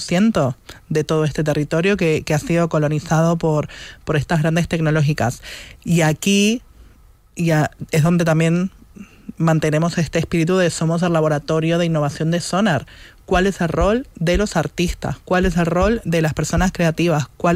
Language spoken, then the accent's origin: Spanish; Uruguay; moved away; tantos años trabajando en Sonar más D y siendo uruguaya